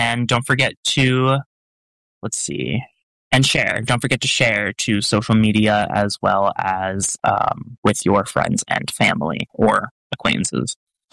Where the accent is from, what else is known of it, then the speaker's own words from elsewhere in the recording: Pennsylvania, United States; I'm from Pennsylvania and I'm from very close to Philadelphia